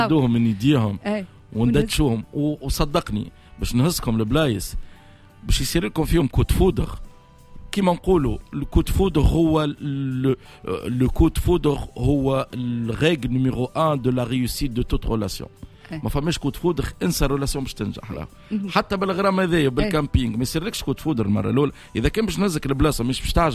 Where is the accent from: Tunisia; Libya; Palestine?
Tunisia; احنا في تونس